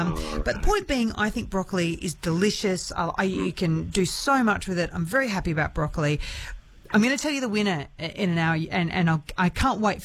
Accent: Ireland; Look, as an Irish person, yeah, I have a fundamental emotional tie to a potato.

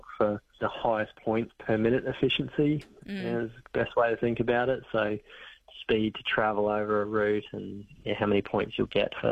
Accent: Cairns, Queensland, Australia; I grew up in Cairns and spent my childhood running up creek beds and through the bush

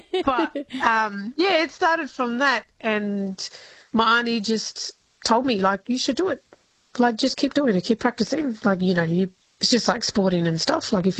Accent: Kalgoorlie, Western Australia, Australia; born or raised there; moved away as an adult; also born or lived in Perth, Australia; now in Esperance, Australia

